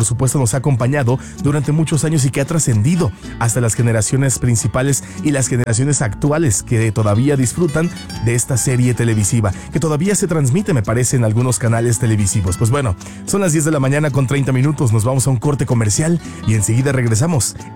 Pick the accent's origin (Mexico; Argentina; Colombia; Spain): Mexico; la identidad que tenemos como mexicano con los programas de televisión clásicos